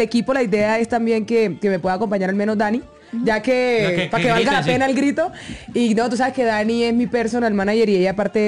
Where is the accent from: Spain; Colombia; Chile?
Colombia; Aguachica, Cesar; ¡Es el nombre de mi pueblo! ¡Agua Chica!